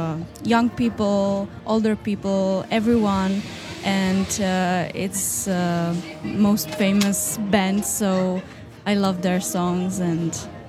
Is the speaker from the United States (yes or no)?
no; Prague, Czechia; English is a second language; We come from Prague.